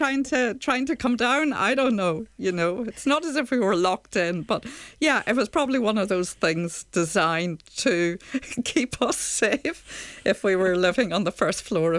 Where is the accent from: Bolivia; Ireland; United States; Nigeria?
Ireland; Connacht; moved away as an adult; also born or lived in Carrick-on-Shannon; now in Northern Ireland, United Kingdom; I said, I'm from County Leitrim.